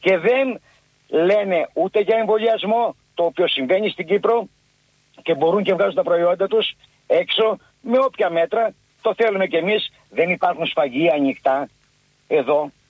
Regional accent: Skalochori, North Aegean, Greece; εδώ στο νησί μου κινητούς καυστήρες? Πώς το κάνετε αυτό? Φανταστείτε, κατάγομαι από ένα χωριό που λέγεται Σκαλοχώρη.

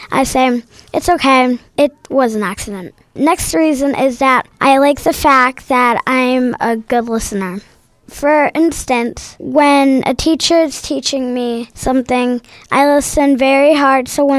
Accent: Pittsburgh, Pennsylvania, United States; I'm from Pittsburgh, Allegheny, K-5.

